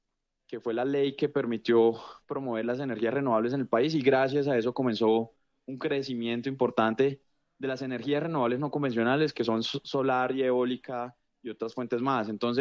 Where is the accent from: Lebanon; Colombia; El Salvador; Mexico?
Colombia; para nosotros como colombianos